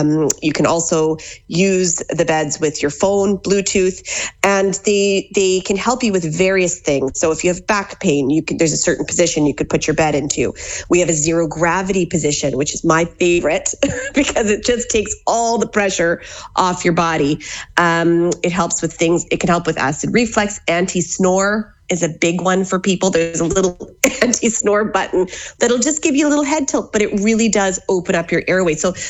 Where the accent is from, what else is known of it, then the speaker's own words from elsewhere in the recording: Canada; now in Ballina, Ireland; I'm from Canada. I'm married to a Ballina man. We live here in Ballina in County Mayo.